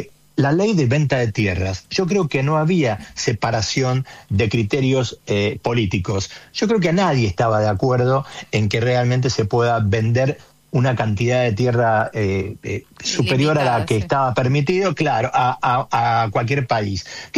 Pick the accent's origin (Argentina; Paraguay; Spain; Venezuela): Argentina; qué es lo que queremos como argentinos